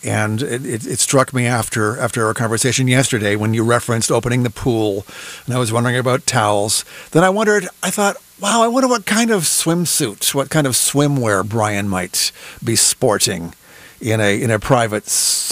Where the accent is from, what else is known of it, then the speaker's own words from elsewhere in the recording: Toronto, Ontario, Canada; growing up in Scarberia in the 60s and 70s